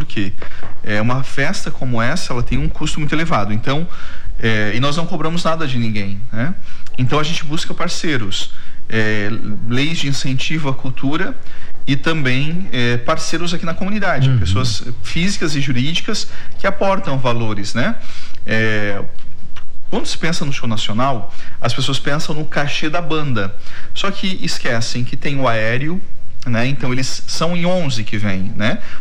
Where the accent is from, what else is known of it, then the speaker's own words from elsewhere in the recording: Brazil; moved away; Eu sou do interior.